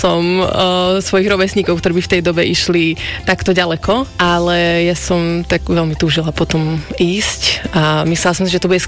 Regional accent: Hontianska Vrbica, Nitra Region, Slovakia; also born or lived in Želiezovce / United States; a narodila som sa v Želiezovciach, ale pochádzam z Hontianskej Vrbice, čo je taká malá dedinka vedľa Levíc.

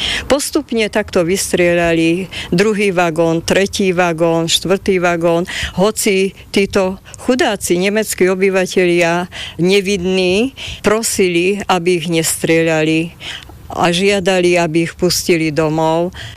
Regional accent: Sklené, Žilina Region, Slovakia; pochádzam z … zo Skleného nemeckej dediny, ktorá sa volala kedysi Glazerhau a leží v oblasti Haverlandu.

